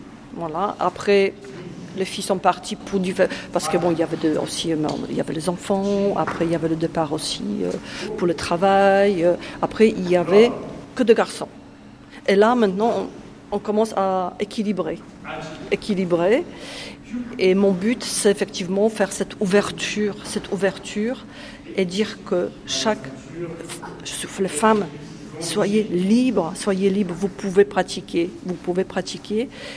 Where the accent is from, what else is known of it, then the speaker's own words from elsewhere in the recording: Poland; also born or lived in Nîmes; now in France; je viens de Pologne, donc ça fait déjà nombreuses années que je suis en France.